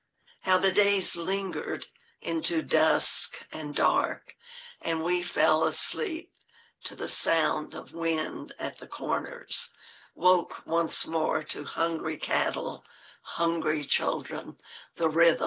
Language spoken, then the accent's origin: English; Kentucky, United States; also born or lived in Granttown, West Virginia; Actually, I was born in West Virginia, born in Granttown. My family moved back to southeastern Kentucky when I guess I was 5